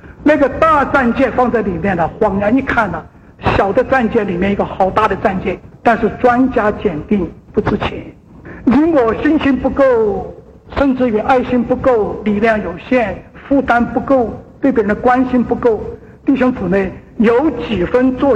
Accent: China; moved away; 在我的老家，在大陆上算是中上的家庭

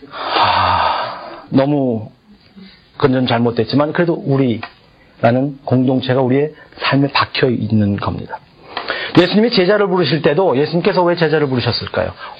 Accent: South Korea; 저는 한국 사람이라는 게 참 감사해요.

